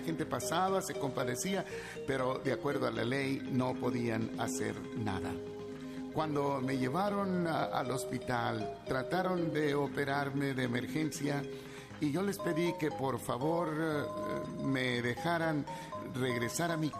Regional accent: Mexico; moved away; la Ciudad de México, mi país de origen.

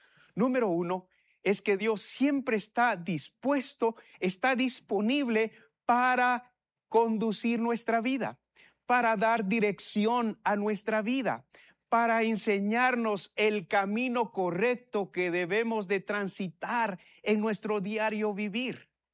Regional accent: Sololá, Guatemala; born there; moved away; Allá en mi pueblo se habla el Sutuil.

